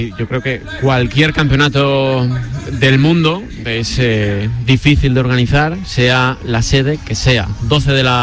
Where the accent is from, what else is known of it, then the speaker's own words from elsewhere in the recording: Valladolid, Castile and León, Spain; Yo soy de Valladolid, a mí me encanta mucho el rugby también